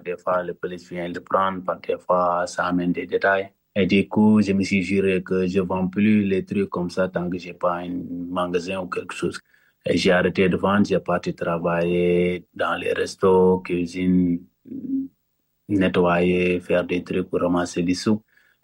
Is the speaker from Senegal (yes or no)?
yes; Senegal; mes cousins chez moi, au Sénégal, mes cousins, ils sont des couturiers.